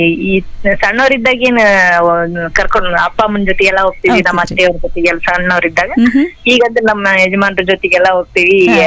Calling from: Gangavathi, Karnataka, India; ಗಂಗಾವತಿಯಿಂದ

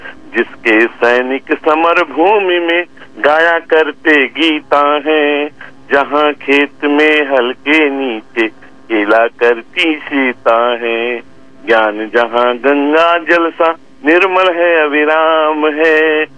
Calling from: Bahraich, Uttar Pradesh, India; एक आरजे की मेमोरी में … बहराइच पड़ा हुआ है

